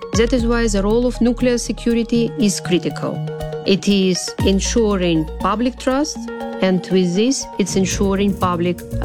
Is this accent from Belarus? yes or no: yes; Belarus; Prior to joining the IAEA, I was working in my home country, Belarus